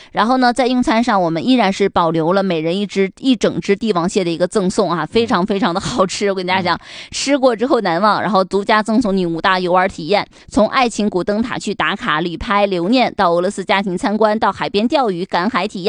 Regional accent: Northeast China, China; accent: Northeastern Mandarin; 我们东北话讲

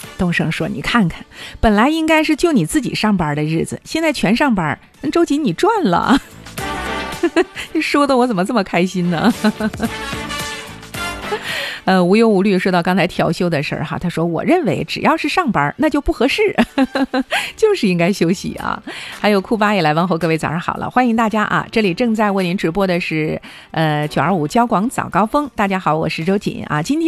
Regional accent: Heilongjiang, China; 包括咱们黑龙江人啊

